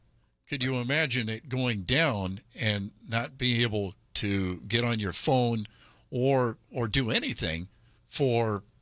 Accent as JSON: {"language": "English", "region": "Midwest", "country": "United States", "tie": "born or raised there", "moved": "yes", "said": "my hometown in the Midwest"}